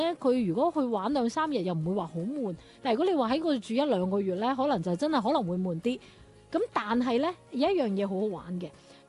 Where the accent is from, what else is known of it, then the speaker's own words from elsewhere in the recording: China; 包括我们中国人啦、包括印尼啦，包括马来西亚啦